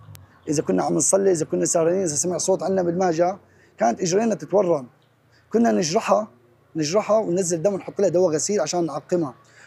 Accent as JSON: {"language": "Arabic", "country": "Syria", "said": "ورجينا على مخيمنا وعبيوتنا وعلى سوريا هي أمنا، نحن فلسطينيين سوريين واحد."}